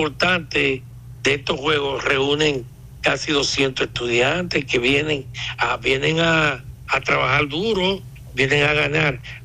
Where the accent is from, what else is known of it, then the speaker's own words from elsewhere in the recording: Dominican Republic; nosotros como República Dominicana